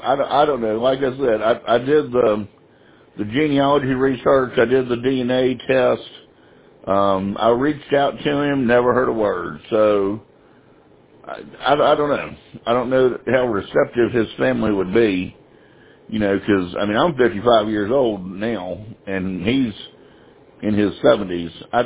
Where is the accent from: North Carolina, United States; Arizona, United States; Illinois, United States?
North Carolina, United States; Winston-Salem; moved away as an adult; also born or lived in Boone; now in Oklahoma City, United States; I'm from Winston, and it's changed so much. I don't know that I would enjoy it that much anymore. I lived there I grew up in the 80s there.